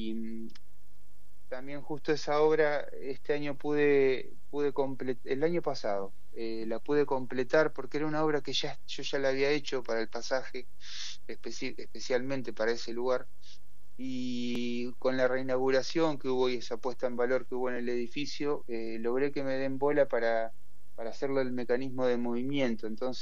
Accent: Pehuajó, Buenos Aires, Argentina; Yo soy de Pihué, del interior de la provincia.

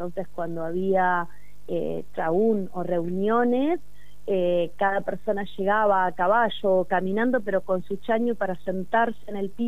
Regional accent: Esquel, Chubut, Argentina; born there; Yo nací en el campo, en Esquel, viví una infancia como de Heidi, digo, en una casa quinta llena de frutales y animalitos.

